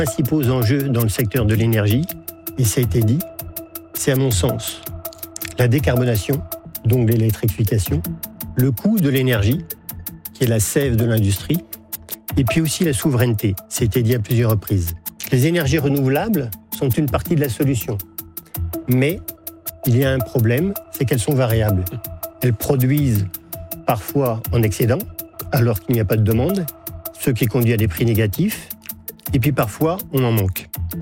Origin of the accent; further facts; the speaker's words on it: Étel, Brittany, France; mon enfance, en Bretagne. À Etel, dans un port, au bord de mer.